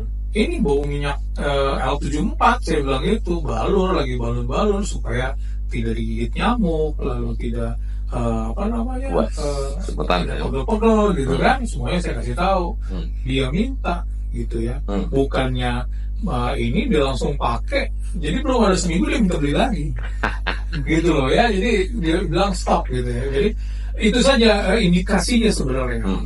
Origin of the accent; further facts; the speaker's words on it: Sumatra, Indonesia; kita sebagai orang Sumatera